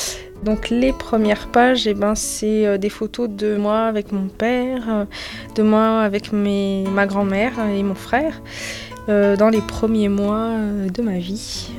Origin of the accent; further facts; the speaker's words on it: France; même si je suis née en France, que j'ai vécu en France et que je n'ai jamais habité en Espagne.